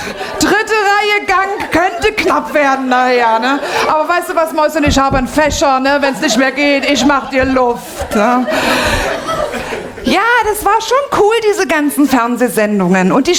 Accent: Saxony, Germany; ich habe Migrationshintergrund. Ja, ich komme aus Sachsen. Aus Dresden.

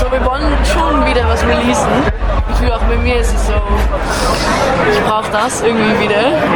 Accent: Netherlands; ich komme aus Holland.

